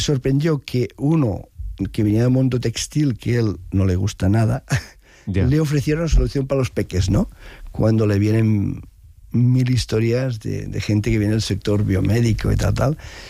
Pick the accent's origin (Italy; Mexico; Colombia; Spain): Spain; Arenys de Mar, Catalonia; soy de Arenys de Mar, estudié ingeniería en Canet de Mar